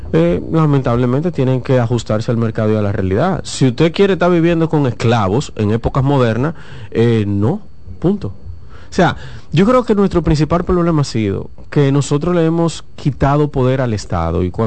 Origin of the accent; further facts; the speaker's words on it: Puerto Plata, Dominican Republic; yo soy de Puerto Plata